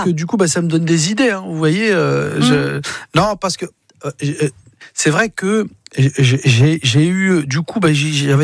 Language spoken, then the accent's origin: French; Mantes-la-Jolie, Île-de-France, France; Et tu te dis, voilà, je viens de Mantes-la-Jolie, d'un milieu ouvrier.